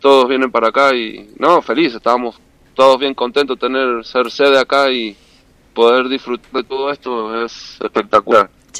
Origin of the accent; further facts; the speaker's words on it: Argentina; also born or lived in Spain; now in United States; Salí de la Argentina como en el 2001, por ahí. Me fui a España, estuve viviendo un año allá.